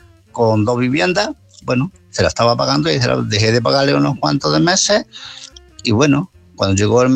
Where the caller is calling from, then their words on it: Málaga, Andalusia, Spain; de Málaga.